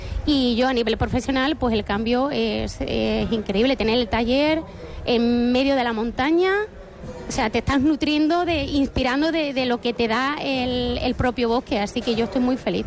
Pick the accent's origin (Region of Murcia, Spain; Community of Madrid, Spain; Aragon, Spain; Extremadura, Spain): Extremadura, Spain; Badajoz; moved away as an adult; also born or lived in Seville; now in Hervás, Spain; lo trasladé a Badajoz, que es de donde soy.